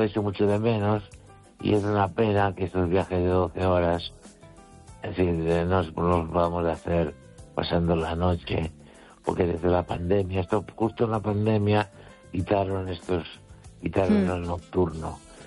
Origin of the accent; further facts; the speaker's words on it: Galicia, Spain; Y mi pueblo está a unos 9 kilómetros o 8 de los Peares. Está en la altura de la montaña. Y entonces bajábamos en los Peares